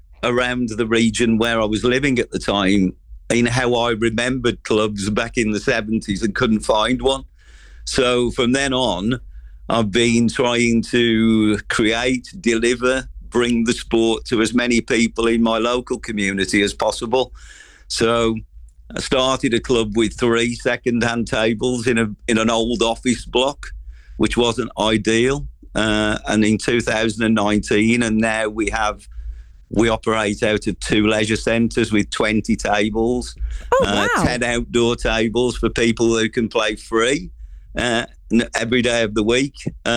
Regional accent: Walsall, West Midlands, United Kingdom; now in Stratford-upon-Avon area, United Kingdom; I'm originally from the West Midlands area in Warsaw, Wolverhampton area.

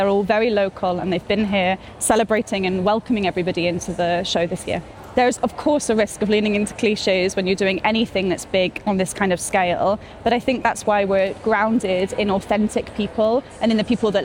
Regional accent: England, United Kingdom; moved away as an adult; now in Glasgow, United Kingdom; I'm from England, but I've lived in Scotland and Glasgow specifically for almost 9 years now.

